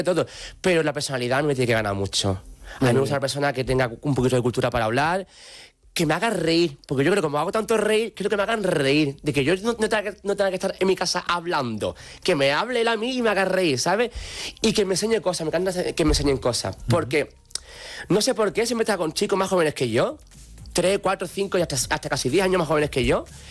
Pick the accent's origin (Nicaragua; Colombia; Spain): Spain; Alcalá de los Gazules, Andalusia; born or raised there